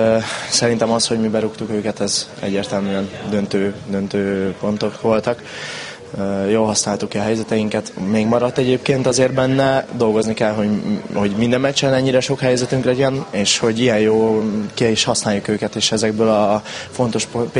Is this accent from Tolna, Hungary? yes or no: yes; Paks, Tolna, Hungary; Paksi srác vagyok, szóval én itt is nevelkedtem